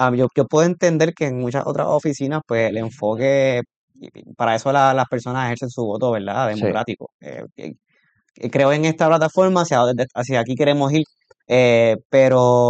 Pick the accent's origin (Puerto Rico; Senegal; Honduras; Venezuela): Puerto Rico